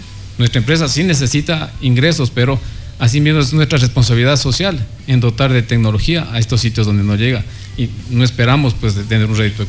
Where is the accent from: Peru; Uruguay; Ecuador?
Ecuador; como buenos ecuatorianos que somos